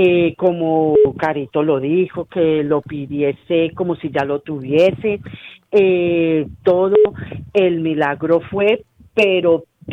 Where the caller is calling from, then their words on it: Madrid, Community of Madrid, Spain; Los llamo desde Madrid, España.